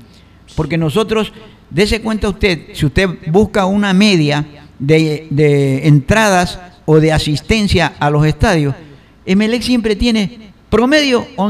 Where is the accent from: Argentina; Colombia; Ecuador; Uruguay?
Ecuador; como ecuatorianos que somos